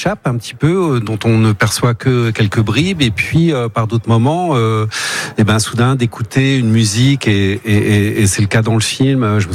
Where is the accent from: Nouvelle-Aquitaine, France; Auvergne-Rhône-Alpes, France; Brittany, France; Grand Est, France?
Brittany, France; Moi, je viens de Bretagne.